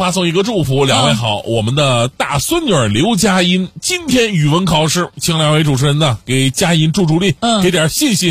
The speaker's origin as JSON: {"language": "Chinese", "region": "Northeast China", "country": "China", "said": "我们东北人怎么了？"}